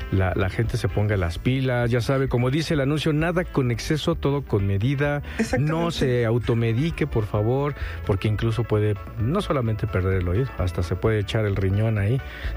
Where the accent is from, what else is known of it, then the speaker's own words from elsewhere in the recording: Mexico; esa falta de cultura de salud que tenemos como mexicanos